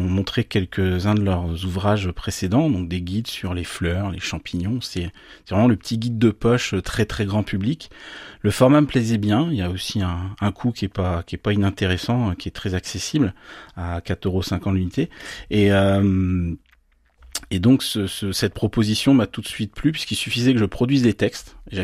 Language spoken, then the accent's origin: French; Saint-Brieuc, Brittany, France; born or raised there